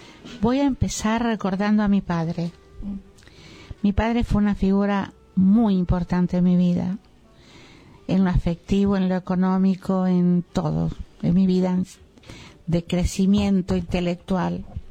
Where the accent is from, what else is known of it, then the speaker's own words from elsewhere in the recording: General Pico, La Pampa, Argentina; also born or lived in Pehuajó, Argentina; now in Buenos Aires, Argentina; Soy pampeana, nací en General Pico, La Pampa. Pero como mi padre, por su trabajo, lo trasladaban muy asiduamente, recorrimos toda La Pampa hasta que llegamos a Pehuajó, que también está en la llanura pampeana, y yo soy pehuajense adoptiva.